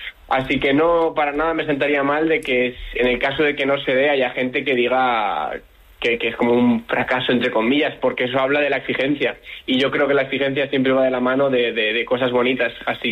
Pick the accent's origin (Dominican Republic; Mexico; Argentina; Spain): Spain; Bilbao, Basque Country; yo pues soy de Bilbao y estoy muy cerca y llevo ya muchos años en este club